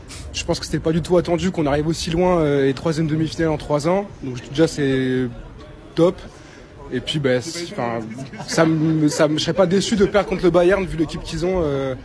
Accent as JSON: {"language": "French", "country": "France", "said": "Bon, même si on est français, ça fait quand même du mal qu'il soit contre le PSG ce soir."}